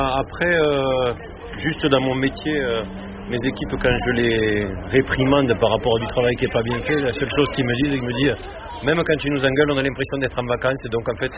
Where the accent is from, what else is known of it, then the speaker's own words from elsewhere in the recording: Centre-Val de Loire, France; accent: Beauce (bosseron) patois; Parisien tête de chien, moi, oui, ça me gêne pas du tout. Et je suis fier de mon accent et je revendique le patois bosseron.